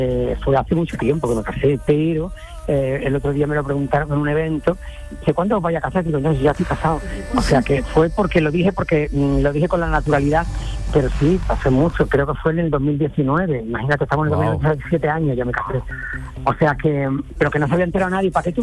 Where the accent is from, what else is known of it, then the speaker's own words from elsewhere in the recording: Andalusia, Spain; soy andaluz por los cuatro costados.